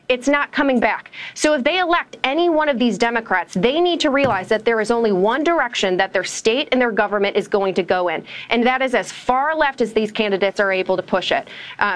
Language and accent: English; Michigan, United States; born there; You look at El Sayed up in my home state of Michigan.